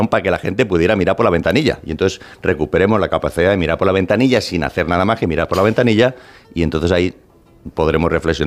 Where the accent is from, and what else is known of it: Spain; born or raised there; now in United States